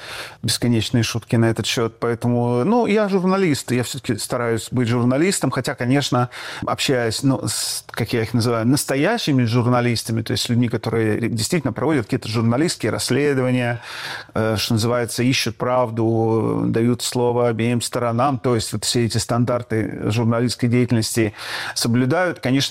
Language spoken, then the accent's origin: Russian; Odesa, Odesa Oblast, Ukraine; born there; moved away; Я родился в СССР. Ну, родился в городе Одессе.